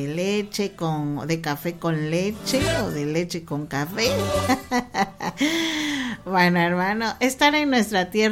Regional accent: Guatemala

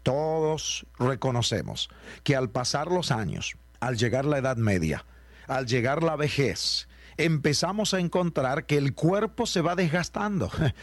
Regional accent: Argentina; cuando yo era niño en la República Argentina

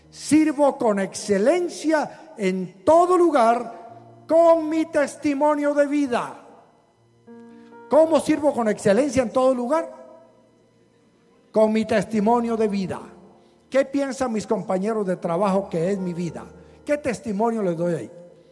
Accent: Zacapa, Guatemala; Ay, perdone, pastor, es que soy de Zacapa. Y allá nos amamos tanto que nos decimos las verdades.

